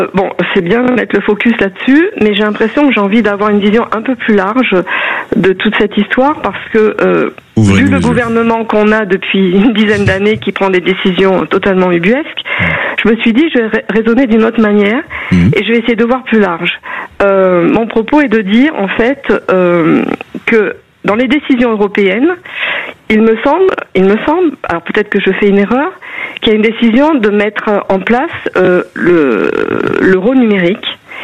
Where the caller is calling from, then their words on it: Bellerive-sur-Allier, Auvergne-Rhône-Alpes, France; De Bellerive-sur-Allier, c'est une petite commune qui est à 4 km de Vichy, dans l'Allier.